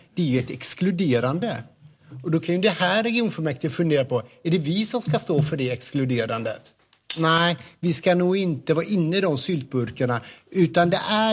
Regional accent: Falköping, Västra Götaland County, Sweden; min hemstad Falköping

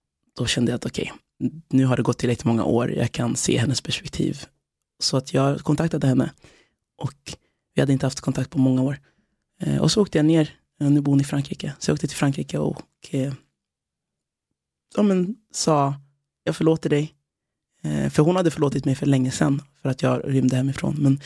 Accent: Nora, Örebro County, Sweden; also born or lived in Västerås; det var i Nora utanför Örebro. Det var där jag växte upp som längst då, i Sverige. De åren och de åren i Västerås där jag bodde också.

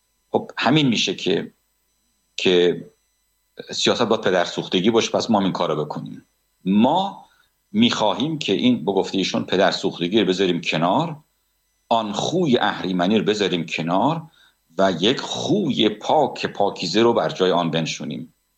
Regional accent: Iran; born there; من زاده اونجا هستم، پارسی سخن میگم

